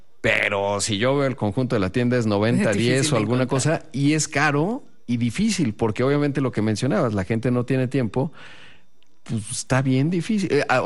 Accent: Mexico; uno como mexicano, yo me frustraba

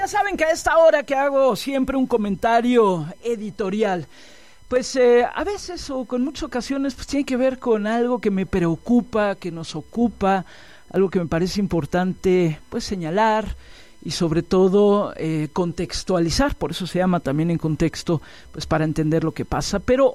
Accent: Mexico City, Mexico; born there; yo nací aquí en México, aquí en la Ciudad de México, el Paseo de la Reforma, había un hospital, ahí nací, hace ya 59 años de edad. Pero luego estuve en algunos otros países por el trabajo de mi papá y regresamos a México, y yo tenía dos nacionalidades

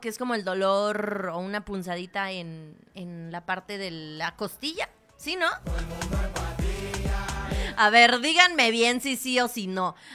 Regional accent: Mexico; enfermedades que solamente nos dan a los mexicanos

